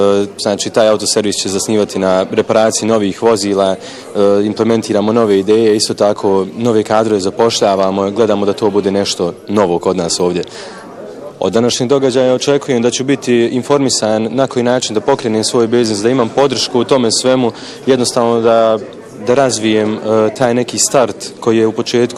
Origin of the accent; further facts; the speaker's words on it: Lukavac, Federation of Bosnia and Herzegovina, Bosnia & Herzegovina; Dolazim iz Lukavca. Prije jednu godinu sam se vratio iz inostranstva ponovo u svoju matičnu zemlju.